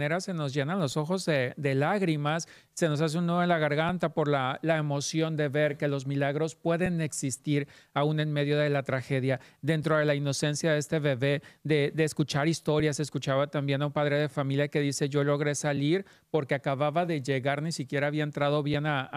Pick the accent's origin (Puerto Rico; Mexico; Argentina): Mexico; Como mexicano que vivimos tantas veces también sismos tan duros, tan destructivos, tan fuertes